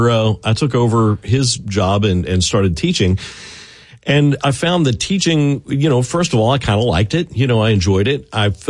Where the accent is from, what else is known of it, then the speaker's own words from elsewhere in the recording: Maryland, United States; I grew up in Anne Arundel County, Maryland, just south of Baltimore.